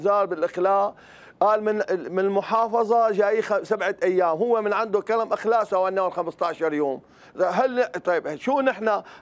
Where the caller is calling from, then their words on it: Syria; انا سوري حر، … انا كل سوريا بتمثل الي، انا سوري حر